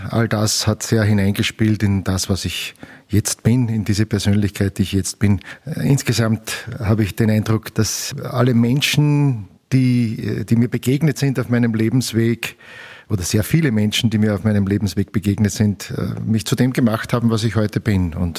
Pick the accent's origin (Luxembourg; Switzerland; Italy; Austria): Austria; Mauthausen, Upper Austria; Jahrgang 1963. Ich bin in Mauthausen geboren und aufgewachsen